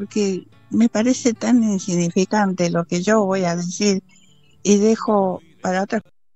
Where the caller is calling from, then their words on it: Villa Mercedes, San Luis, Argentina; Yo soy de aquí, de Villa Mercedes.